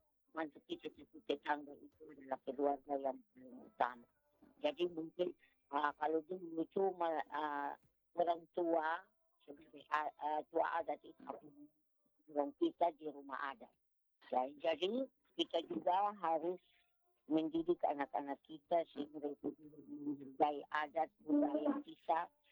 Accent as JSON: {"language": "Indonesian", "region": "Eastern Indonesia", "country": "Indonesia", "said": "kami orang Timur"}